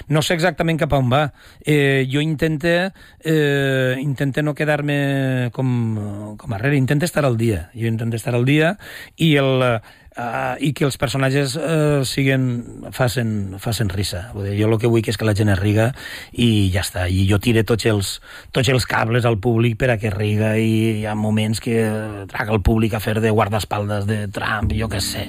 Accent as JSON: {"language": "Catalan", "region": "Valencian Community", "country": "Spain", "said": "vinc del País Valencià"}